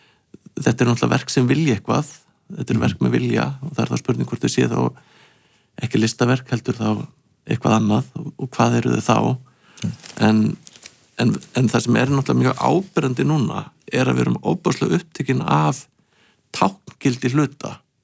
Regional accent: Hafnarfjörður, Capital Region, Iceland; Ég meni, ég er úr Hafnarfirði

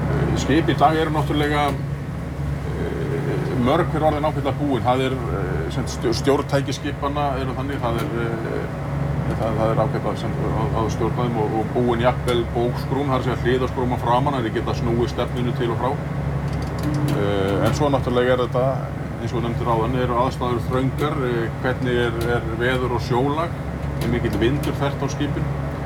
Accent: Grindavík, Southern Peninsula, Iceland; Ég kem úr Grindavík hérna, og býð þar

